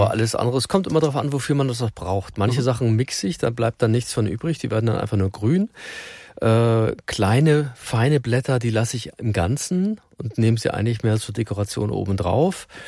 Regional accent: Northern Germany, Germany; Ja, ich bin ja Norddeutscher.

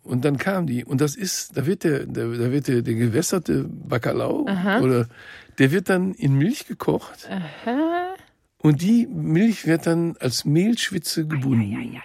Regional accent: North Rhine-Westphalia, Germany; Bei uns im Ruhrgebiet früher ist das, da kriegt er lange Zähne.

